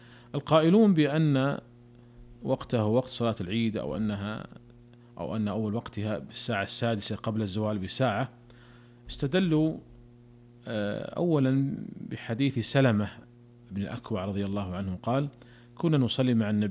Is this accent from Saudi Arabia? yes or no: yes; Saudi Arabia; عندنا في المملكة العربية السعودية